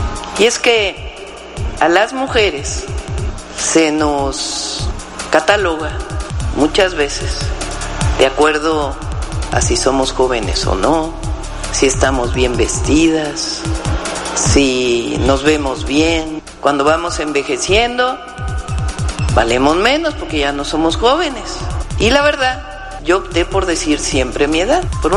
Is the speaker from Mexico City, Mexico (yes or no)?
yes; Mexico City, Mexico; born there; Yo nací en la Ciudad de México, tengo 63 años, voy a cumplir 64 ya en este mes.